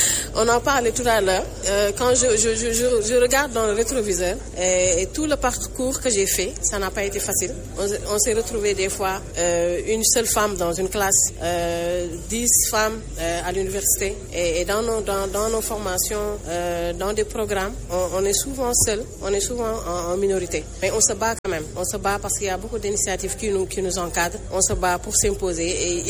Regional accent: Senegal; Je viens du Sénégal et je suis entrepreneur tech

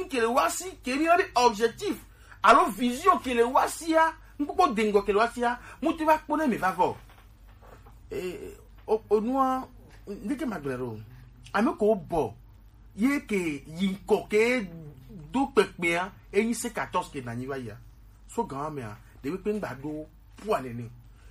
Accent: Togo; born there; Je suis né au Togo, je suis désolé de le dire, il faut avoir le courage de le dire.

